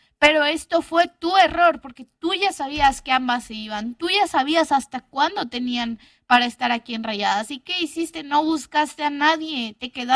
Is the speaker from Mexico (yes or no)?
yes; Monterrey, Nuevo León, Mexico; como regia que apoya a los dos equipos